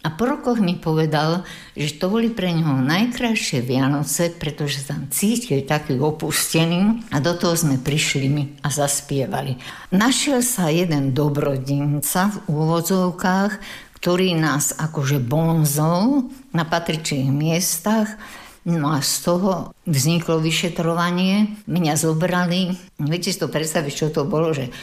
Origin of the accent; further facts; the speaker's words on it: Bánov, Nitra Region, Slovakia; My sme vlastne verejne u nás v Bánove nič nemohli podniknúť.